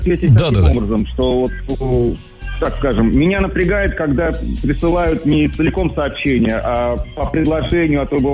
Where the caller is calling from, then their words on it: Russia; из Дзержинского района.